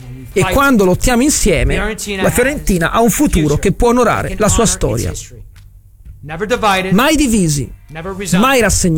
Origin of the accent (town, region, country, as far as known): Florence, Tuscany, Italy